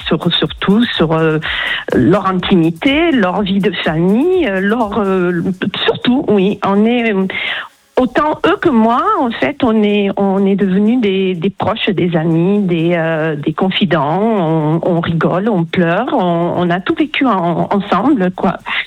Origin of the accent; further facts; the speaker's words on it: Toulouse, Occitanie, France; Alors, je suis de Toulouse, au soleil.